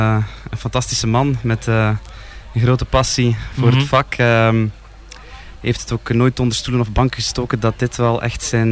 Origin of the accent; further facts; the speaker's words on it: Westerlo, Flanders, Belgium; Klopt, ik kom van Westerlo.